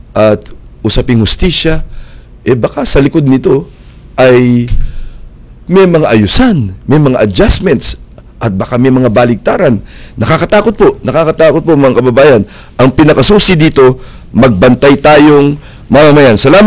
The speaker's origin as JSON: {"language": "Tagalog", "town": "Pasig", "region": "Metro Manila", "country": "Philippines", "said": "doon sa bayan namin sa Pasig"}